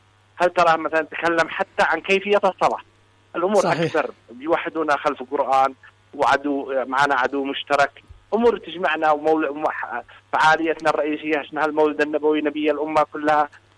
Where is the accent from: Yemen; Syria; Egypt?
Yemen; إحنا بنقول كأنصار الله نحن جزء من اليمن ولسنا كل اليمن.